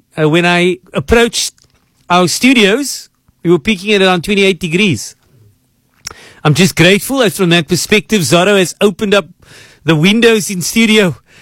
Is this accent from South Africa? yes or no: yes; Cape Town, Western Cape, South Africa; I am from Cape Town, born and raised here. Perhaps my parents and grandparents not from South Africa.